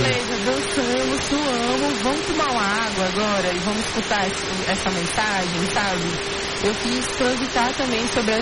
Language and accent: Portuguese; Paraíba, Brazil; Tipo, que é também a mulher LGBT, paraibana, sabe? Da minha terra, da vanguarda.